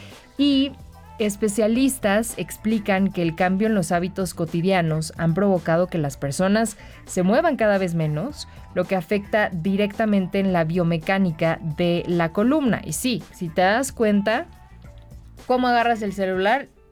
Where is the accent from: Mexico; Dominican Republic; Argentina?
Mexico; Yo sé que los mexicanos somos muy chambeadores.